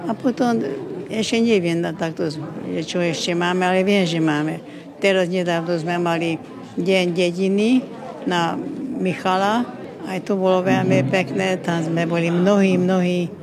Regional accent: Békés, Hungary; accent: Čaba Slovak dialect; Tak je to tak, že celkom blízo aj ten jazyk je taký ako náš, tu čabianský.

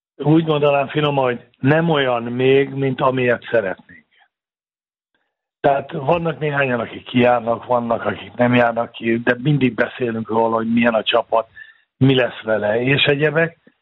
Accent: Szabolcs-Szatmár-Bereg, Hungary; born there; én vidéki vagyok, Nyíregyháza mellett születtem

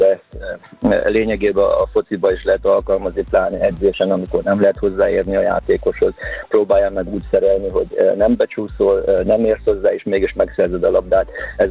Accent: Odorheiu Secuiesc, Harghita, Romania; mert gyerekkoromban Székelyudvarhelyen ugye a női kézilabda akkor A divízióba játszott, és akkor én még egy ilyen ifjúsági játékos voltam

